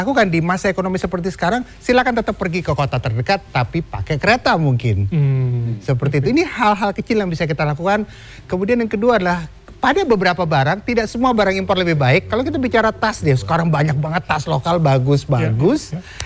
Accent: Jabodetabek, Indonesia; Hobi kita orang Jabodetabek atau dimanapun di kota besar, setiap kali long weekend sukanya ngapain?

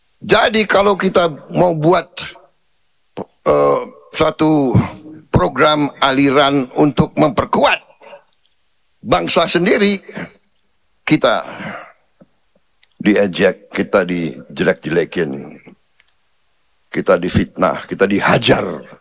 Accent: Jakarta, Indonesia; born there; Saya ini lahir di Betawi, tapi saya asal dari Banyumas. Campur sama Minahasa.

